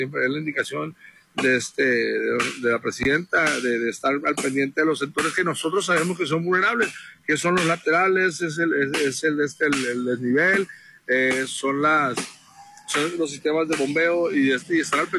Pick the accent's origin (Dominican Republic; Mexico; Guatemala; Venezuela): Mexico; Guasave, Sinaloa; somos de Guasave, sabemos todos perfectamente que esa zona con una lluvia el sistema bombeo antiguo no sirve